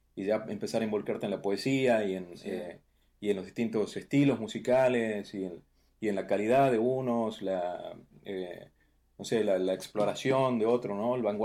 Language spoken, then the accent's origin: Spanish; Argentina; now in Tijuana, Mexico; yo soy del interior de Argentina, donde no había la oportunidad de escuchar una orquesta, de ver un bandoneón en vivo